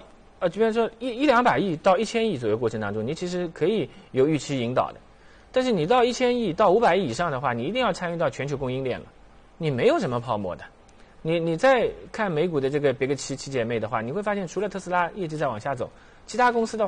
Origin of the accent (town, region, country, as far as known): China